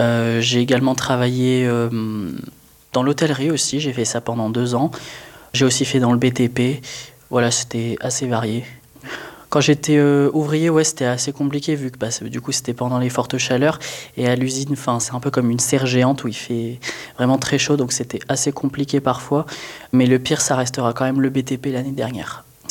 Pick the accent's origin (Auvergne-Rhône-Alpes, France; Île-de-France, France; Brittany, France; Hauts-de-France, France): Auvergne-Rhône-Alpes, France; Lyon; j'ai 23 ans, je suis originaire de Lyon